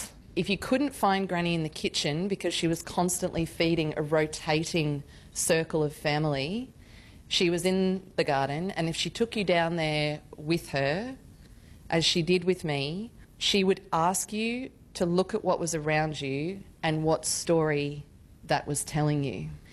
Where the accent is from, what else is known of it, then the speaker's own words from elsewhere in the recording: Gold Coast, Queensland, Australia; I grew up on the Gold Coast, and that love that I feel for how extraordinary that hinterland environment is